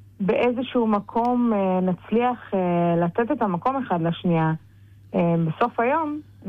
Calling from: Ramat Gan, Tel Aviv District, Israel; אני מרמת גן.

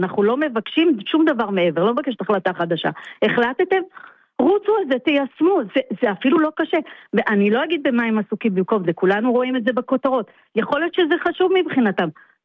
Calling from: Northern District, Israel; שאני מקיבוץ שנשאר לספוג והיה באמת בחזית ובמקום שהוא כל התשתית שלו התפרקה, תבינו, התשתית שלנו זה קריית שמונה

